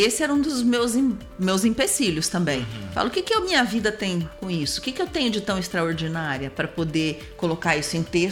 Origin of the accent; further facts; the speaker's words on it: Três Lagoas, Mato Grosso do Sul, Brazil; born there; eu nasci em Três Lagoas, nos anos 70